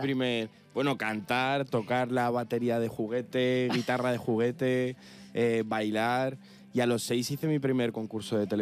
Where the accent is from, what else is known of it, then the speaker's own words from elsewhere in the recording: Salamanca, Castile and León, Spain; also born or lived in Sion, Switzerland / Barcelona; now in Madrid, Spain; Me he criado aquí, en Barcelona, Salamanca y Madrid.